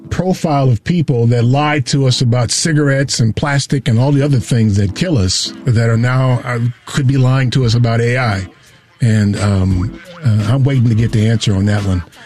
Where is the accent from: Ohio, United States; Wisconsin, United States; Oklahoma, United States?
Wisconsin, United States; Milwaukee; I'm from Milwaukee, and if you're from Milwaukee, I'm not interested in hiring you.